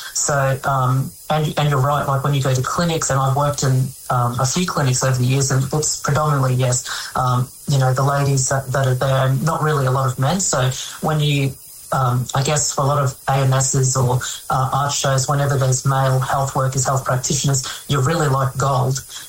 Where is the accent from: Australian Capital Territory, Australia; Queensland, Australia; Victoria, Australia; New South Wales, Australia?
Queensland, Australia; Bundaberg; I grew up in Bundaberg, my hometown.